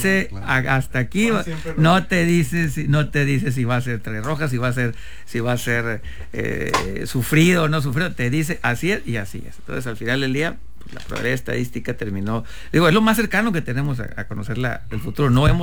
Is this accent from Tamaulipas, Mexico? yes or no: no; Sinaloa, Mexico